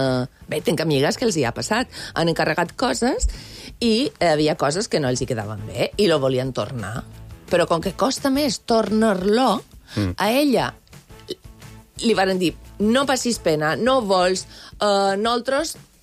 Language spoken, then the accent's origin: Catalan; Es Castell, Balearic Islands, Spain; Perquè en el meu poble...